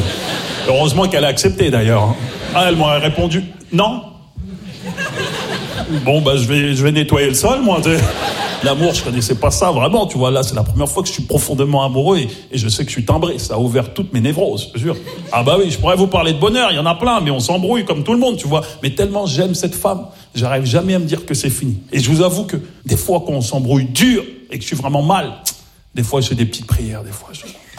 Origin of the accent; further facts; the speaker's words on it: Maisons-Alfort, Île-de-France, France; parce que j'ai grandi à Maison-Alfort, en plus, tu vois, dans le 9-4, tu vois, j'ai grandi.